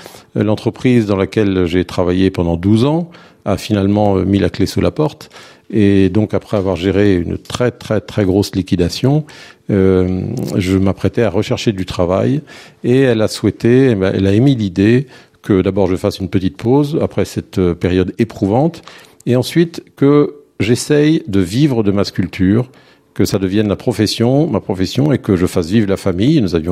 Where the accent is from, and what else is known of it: Rennes, Brittany, France; born or raised there